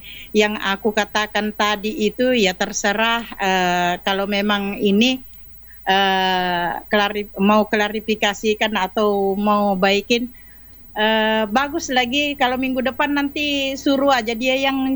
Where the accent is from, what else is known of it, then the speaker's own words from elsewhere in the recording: Sidrap, South Sulawesi, Indonesia; now in Samarinda, Indonesia; kalau aku kampungku itu di Sidrap. Dia bagian ke arah ini apa itu nah? Ke arah Sopeng, Bone, Sengkang.